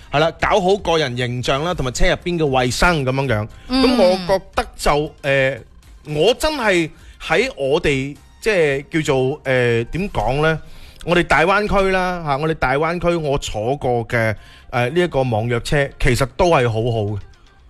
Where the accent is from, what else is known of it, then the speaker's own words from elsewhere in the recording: Guangdong, China; 我哋广东人